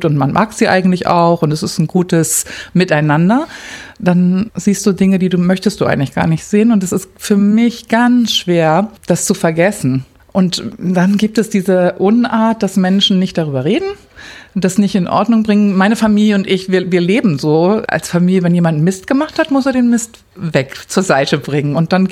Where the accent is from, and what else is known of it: Cuxhaven, Lower Saxony, Germany; born or raised there; also born or lived in Hamburg; now in Berlin, Germany